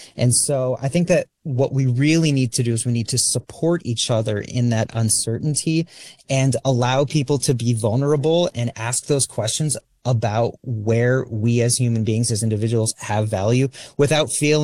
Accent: New England, United States; now in California, United States; I'm calling in from my hometown. I live in California, but I grew up in New England, and I know these roads like the back of my hand

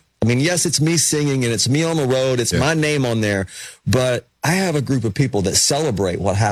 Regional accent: Tennessee, United States; And that was me growing up in East Tennessee.

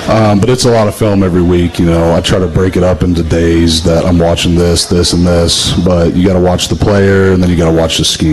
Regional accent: Memphis, Tennessee, United States; I'm from Memphis.

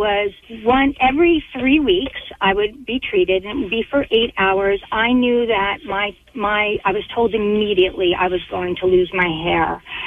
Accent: Manalapan, New Jersey, United States; people that I grew up with in Manalapan

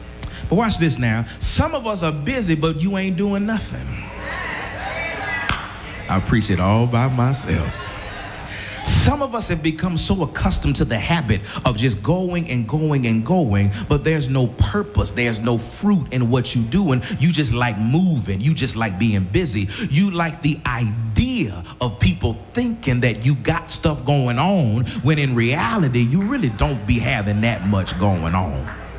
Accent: Emmaus, Pennsylvania, United States; Growing up in Emmaus, we didn't have a whole lot in terms of tangible things.

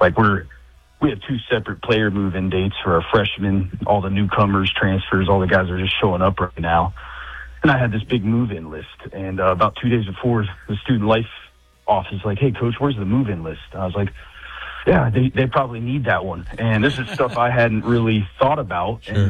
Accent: Morgantown, West Virginia, United States; there's a bunch of guys from that I grew up with in Morgantown

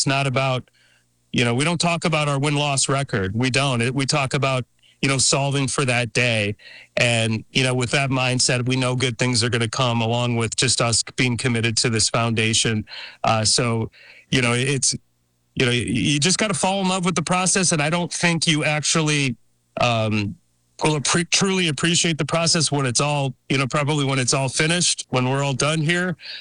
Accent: Detroit, Michigan, United States; born or raised there

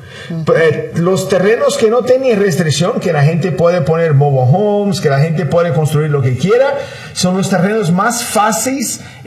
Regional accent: Brazil; moved away as an adult; now in United States; yo soy de Brasil. Llegué a Estados Unidos en 1998 con $100 en el bolsillo

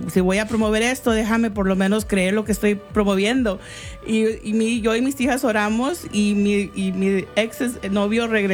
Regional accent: Texas, United States; de aquí, yo soy del Valle.

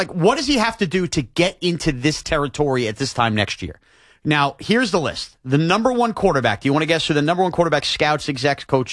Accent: United States; I mean, as American sports fans, we love a good drought snapping.

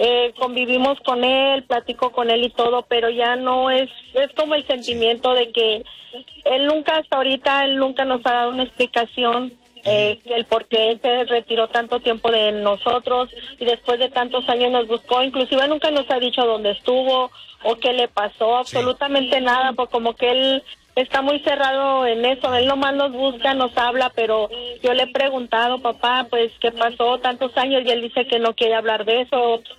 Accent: Chihuahua, Mexico; yo soy del estado de Chihuahua

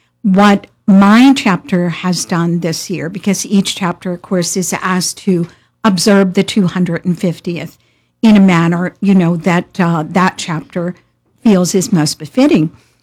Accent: Frederick County, Maryland, United States; moved away; I was born and reared in Frederick County, Maryland, so two mountains to the east.

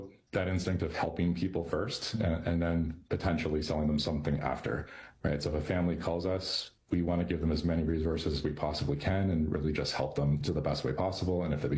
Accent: Canada; moved away as an adult; now in United States; I grew up in Canada. I'm the oldest of three, and I moved down to the U.S. when I got married.

